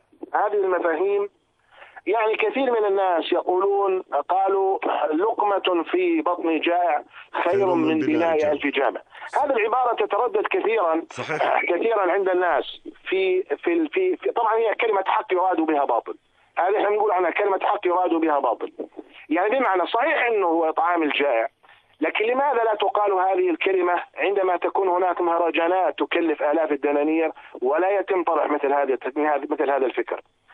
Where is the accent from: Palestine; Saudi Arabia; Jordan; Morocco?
Jordan; وهذا حسب الدراسات عندنا في الأردن يحتاج إلى 120 دينار في الشهر